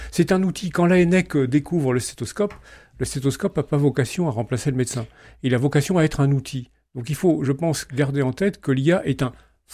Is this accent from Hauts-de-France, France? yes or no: yes; Hauts-de-France, France; Je vous ferai une réponse de Normand, je ne suis pas, puisque je suis du Pas-de-Calais.